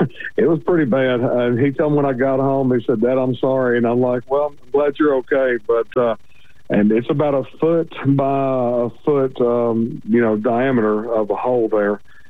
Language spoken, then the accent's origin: English; Columbia, Tennessee, United States; I'm from Columbia, Tennessee.